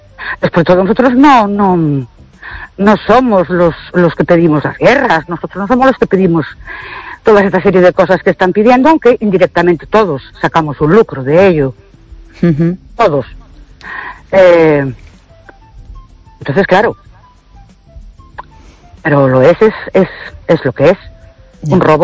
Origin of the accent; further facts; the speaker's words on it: Ourense, Galicia, Spain; Buenas noches … de Urense.